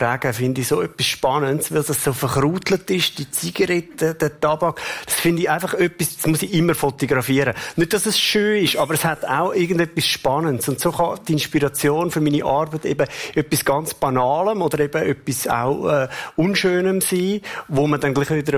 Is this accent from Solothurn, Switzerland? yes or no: no; Glarus, Switzerland; Ich bin aufgewachsen da im Glarnerland